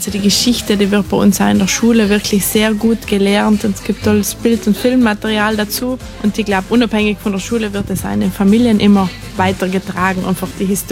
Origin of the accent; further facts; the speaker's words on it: Trentino-Alto Adige, Italy; Aber Muttersprache ist Deutsch und im Herzen sind wir Tiroler.